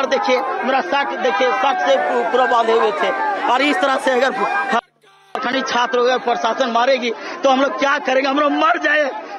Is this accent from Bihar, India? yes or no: no; Hazaribagh, Jharkhand, India; वो हम हजारीबाग से हैं।